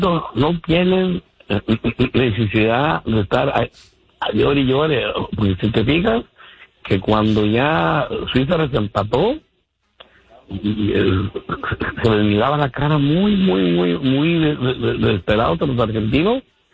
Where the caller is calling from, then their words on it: Los Angeles, California, United States; por de acá de Los Ángeles